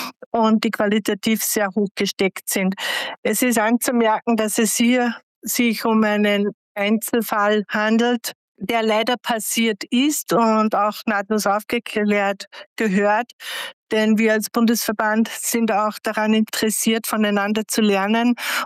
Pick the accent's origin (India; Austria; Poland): Austria; dann glaube ich, ist die Sicherheit sehr, sehr hoch bei uns in Österreich.